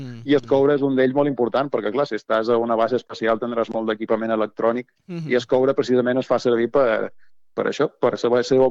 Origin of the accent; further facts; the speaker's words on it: Balearic Islands, Spain; Jo som de Balears, així que més o menys...